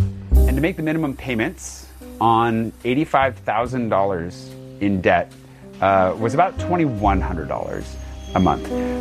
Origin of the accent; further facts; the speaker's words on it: Pullman, Washington, United States; moved away as an adult; now in Paris, France; I grew up in Pullman, Washington, a university town in eastern Washington so close to Idaho that you could hit it with a potato. The downside was that there was nothing to do except party and drink, which is unfortunately what the town is known for